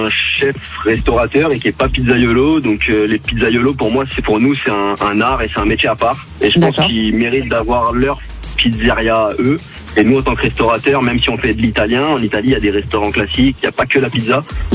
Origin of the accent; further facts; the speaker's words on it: Lyon, Auvergne-Rhône-Alpes, France; Salut tout le monde, ça va, vous allez bien? Je suis de Lyon moi.